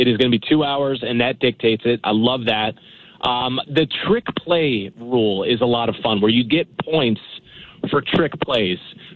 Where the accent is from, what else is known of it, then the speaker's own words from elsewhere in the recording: Mid-Atlantic, United States; I grew up in the Mid-Atlantic